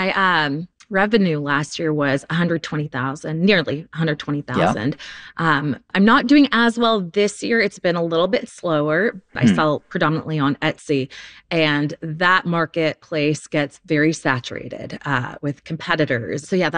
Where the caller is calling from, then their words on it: Houston, Texas, United States